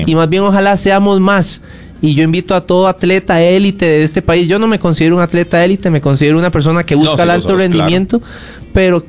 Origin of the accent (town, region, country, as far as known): Costa Rica